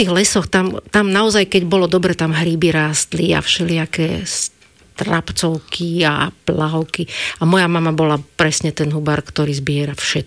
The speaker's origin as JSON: {"language": "Slovak", "town": "Bratislava", "region": "Bratislava Region", "country": "Slovakia", "tie": "born or raised there", "said": "Ja som Paneláková Bratislavčanka kompletne"}